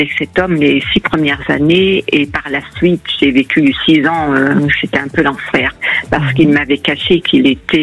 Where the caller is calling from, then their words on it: La Rochelle, Nouvelle-Aquitaine, France; Charente-Maritime. La Rochelle